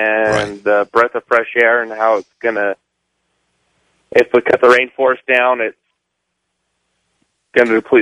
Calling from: Utah, United States; I'm calling from Utah.

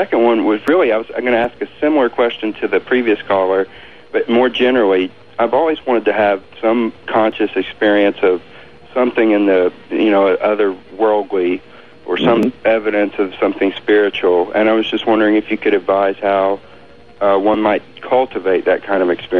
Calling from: Nashville, Tennessee, United States; Hi, this is … from Nashville, Tennessee.

